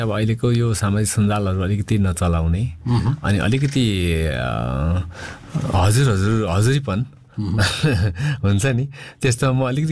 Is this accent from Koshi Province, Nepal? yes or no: yes; Taplejung, Koshi Province, Nepal; ठ्याक्कै मेरो गाउँदेखि पारिपट्टि कामबाङ गाउँ नै छ कि, उहाँहरूले मलाई देख्नुहुन्छ, मेरो घर देख्नुहुन्छ, म उहाँहरूको घर देख्छु